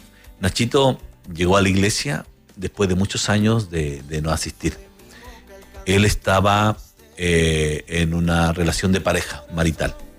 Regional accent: Chile; moved away; una palabra que es muy propia tan chilena

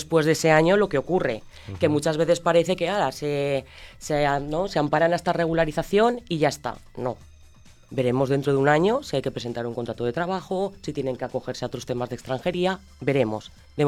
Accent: Albalate de Cinca, Aragon, Spain; yo que soy de Albalate de Cinca, tema agrícola

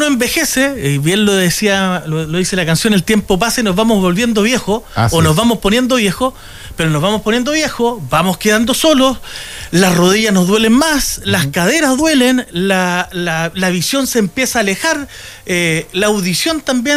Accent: Talcahuano, Biobío, Chile; Yo soy de Talcahuano.

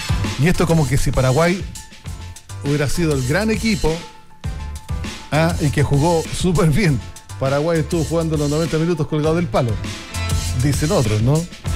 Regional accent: Chile

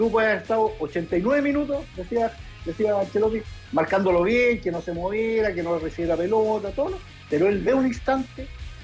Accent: Chile; uno como chileno dice

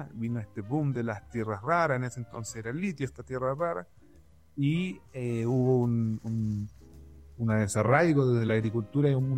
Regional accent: Antofagasta, Chile; los antiguos atacameños, nuestros antepasados

